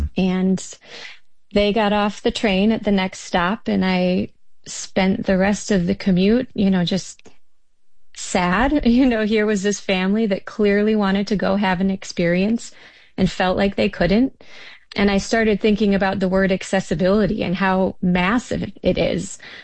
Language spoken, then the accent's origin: English; Wisconsin, United States; I'm from Wisconsin